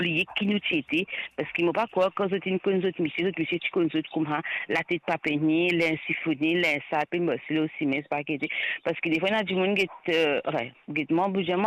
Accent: Rodrigues, Mauritius; moved away; moi, je viens de Rodrigue

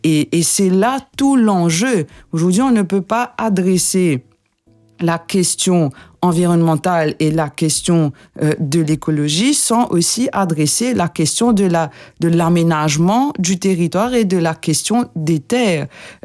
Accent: Mauritius; en tant que peuple, en tant que Mauricien

